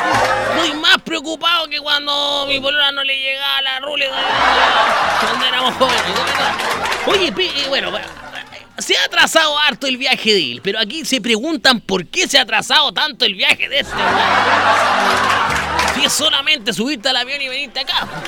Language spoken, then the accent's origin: Spanish; Mexico; ¿Verdad que somos mexicanos hoy día?